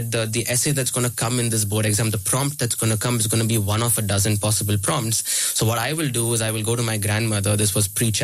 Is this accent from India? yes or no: yes; Chennai, Tamil Nadu, India; first language Tamil; English is a second language; I'm from South India, from Chennai, in a state called Tamil Nadu, where we don't speak Hindi. The state, the regional language is Tamil in that space. So I grew up speaking Tamil at home.